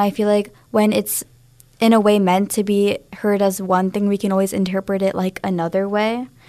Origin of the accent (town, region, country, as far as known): United States; born or raised there